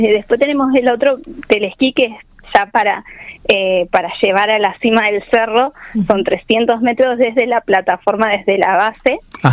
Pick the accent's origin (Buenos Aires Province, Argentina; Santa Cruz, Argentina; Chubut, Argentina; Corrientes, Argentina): Santa Cruz, Argentina; Río Turbio; un orgullo para mí representar también mi pueblito, mi pueblo, mi ciudad